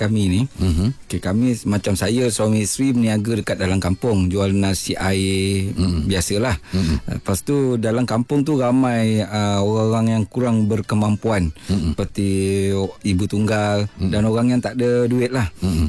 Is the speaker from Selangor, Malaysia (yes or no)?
yes; Shah Alam, Selangor, Malaysia; moved away as an adult; now in Kelantan, Malaysia; Okey, saya berasal daripada Shah Alam.